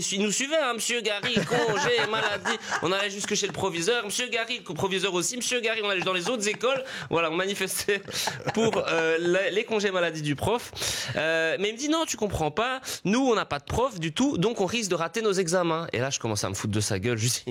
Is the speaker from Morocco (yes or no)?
no; Belgium; moi, en tant que Belge